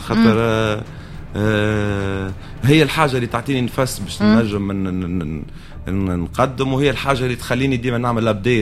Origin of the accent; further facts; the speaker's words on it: Tunis, Tunis Governorate, Tunisia; انا ملي تولدت في تونس ديجا بديت في الصعوبات يعني اول صعوبه عرضت في حياتي اللي انا تولدت في تونس وبعد زيت الصعوبه الثانيه تولدت في جبل العمر